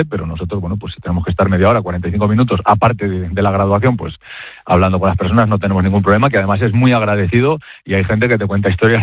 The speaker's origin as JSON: {"language": "Spanish", "town": "Mayorga", "region": "Castile and León", "country": "Spain", "tie": "born or raised there", "said": "habrán venido a Mayorga, que es mi pueblo, a verme"}